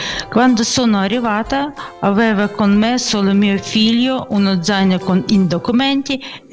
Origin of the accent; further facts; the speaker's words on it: Kharkiv, Kharkiv Oblast, Ukraine; Italian is a second language; moved away as an adult; now in Ascoli Piceno, Italy; vengo dall'Ucraina, dalla città di Kharkiv. Sono venuta in Ucraina quando è iniziata la guerra.